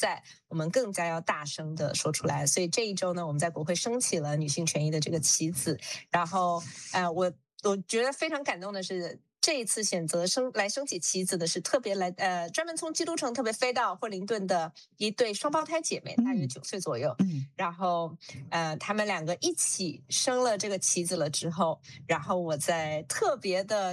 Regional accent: New Zealand; 我们作为新西兰人

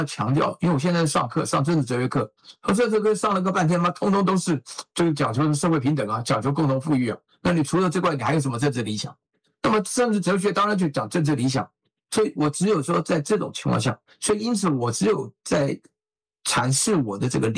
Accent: Taiwan

